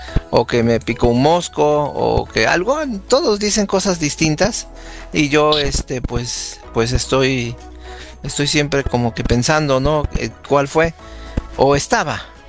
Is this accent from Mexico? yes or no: yes; Córdoba, Veracruz, Mexico; born there